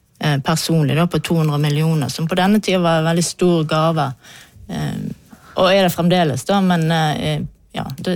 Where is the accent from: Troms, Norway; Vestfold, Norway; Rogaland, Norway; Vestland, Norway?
Vestland, Norway; Fusa; Jeg er jo fra Fusa, der denne fabrikken er fra.